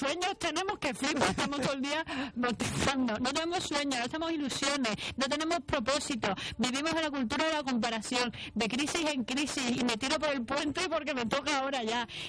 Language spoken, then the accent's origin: Spanish; Cuenca, Castilla-La Mancha, Spain; Y la otra, que soy de Cuenca, cojones.